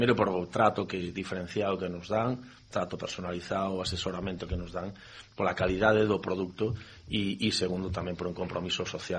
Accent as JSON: {"language": "Galician", "town": "Ourense", "region": "Galicia", "country": "Spain", "said": "Eu son de Ourense"}